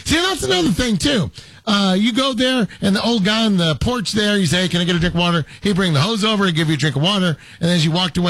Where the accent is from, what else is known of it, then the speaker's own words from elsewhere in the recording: Tennessee, United States; But I'm from Tennessee.